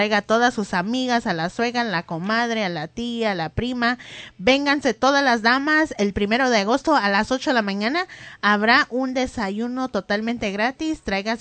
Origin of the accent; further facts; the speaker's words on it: Florida, United States; Yo vengo de Florida.